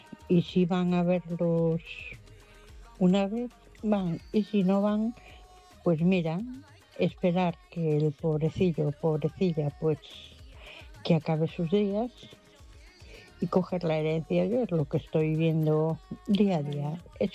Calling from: A Coruña, Galicia, Spain; de La Coruña.

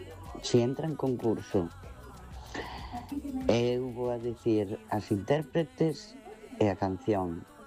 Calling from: Ferrol, Galicia, Spain; Hola, boas noites, Noemi. … de Ferrol. Xa chamei máis veces.

